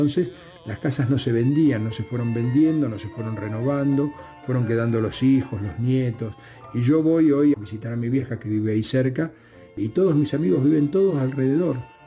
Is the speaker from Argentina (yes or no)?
yes; Villa Sarmiento, Buenos Aires Province, Argentina; moved away as an adult; now in San Martín de los Andes, Argentina; yo a veces pienso que sigo siendo de Villa Sarmiento, más allá de que hace 30 años que vivo en San Martín de los Andes.